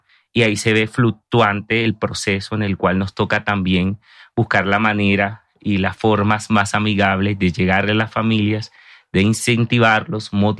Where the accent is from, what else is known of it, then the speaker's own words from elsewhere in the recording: Barranquilla, Atlántico, Colombia; soy costeño, barranquillero, para que me conozcan un poco.